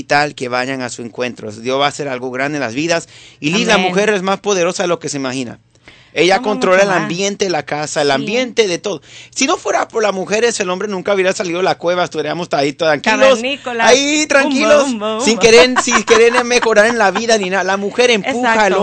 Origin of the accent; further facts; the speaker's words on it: Venezuela; moved away; como venezolano siempre le pido que oren por mi nación.